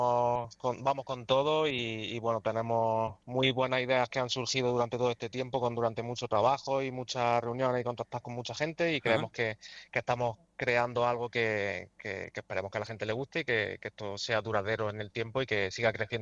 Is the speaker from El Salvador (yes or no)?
no; Orcera, Andalusia, Spain; also born or lived in Jaén; yo, mi madre es de aquí de Orcera, yo nací en Jaén, pero bueno, Juan Antonio es de aquí de Orcera también, uh-huh. Entonces yo me he criado aquí, yo estoy enamorado de este lugar, de la Sierra de Segura